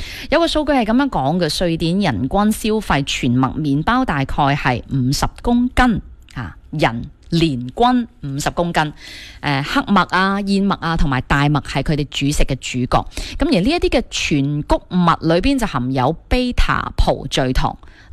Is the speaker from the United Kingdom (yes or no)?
no; Guangdong, China